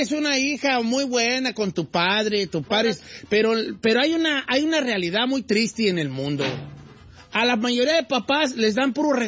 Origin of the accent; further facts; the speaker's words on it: Michoacán, Mexico; O sea, siguiendo la teoría de David Ramos, yo no tengo que irle a nadie, porque yo soy de Michoacán, ¿verdad?